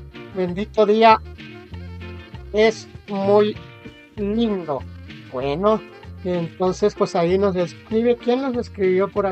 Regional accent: Mexico; now in United States; nosotros como mexicanos, no tenemos ese tipo de privilegios de las celebraciones, de las ferias

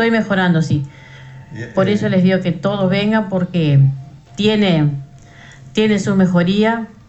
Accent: Villa Constitución, Salto, Uruguay; Soy de Constitución, Villa Constitución, Departamento de Salto.

